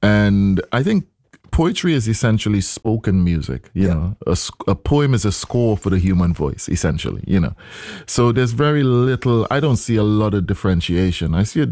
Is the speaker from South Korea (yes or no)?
no; Trinidad & Tobago; moved away as an adult; in Trinidad, growing up in Trinidad